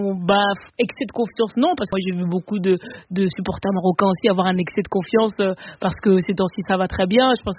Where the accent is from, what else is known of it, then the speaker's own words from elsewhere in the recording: Cameroon; Après, tu sais, je suis camerounaise